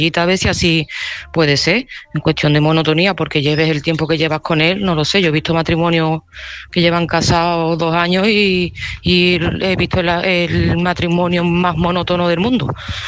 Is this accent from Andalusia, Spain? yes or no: yes; Seville, Andalusia, Spain; de Sevilla y este mensaje va para mi Lurdita.